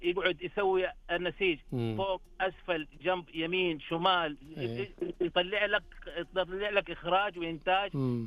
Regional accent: Mecca, Makkah Province, Saudi Arabia

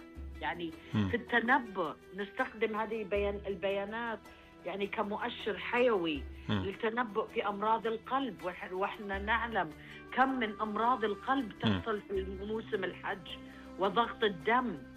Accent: Saudi Arabia; المفروض نفتخر كسعوديين.

